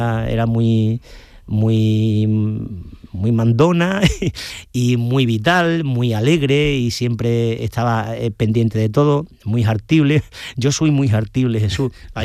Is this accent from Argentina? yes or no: no; Ubrique, Andalusia, Spain